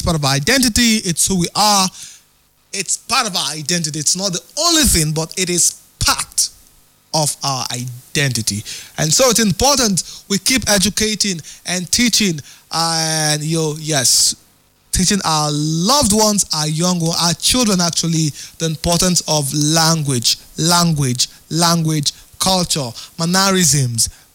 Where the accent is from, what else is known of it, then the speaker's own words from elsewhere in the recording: Rivers, Nigeria; English is a second language; I'm from Ikwerre actually